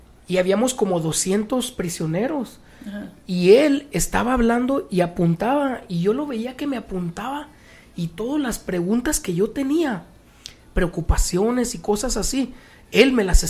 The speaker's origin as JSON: {"language": "Spanish", "country": "Mexico", "moved": "yes", "lives_now": "United States", "said": "porque soy de México, por mi residencia."}